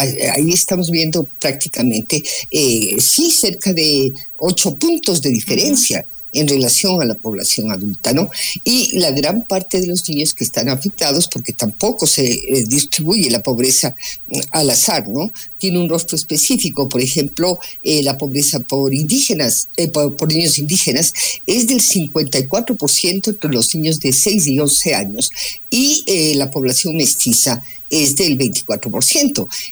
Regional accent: Ecuador

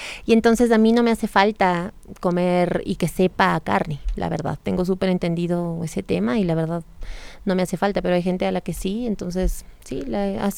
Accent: Quito, Pichincha, Ecuador; Yo soy del sur de Quito.

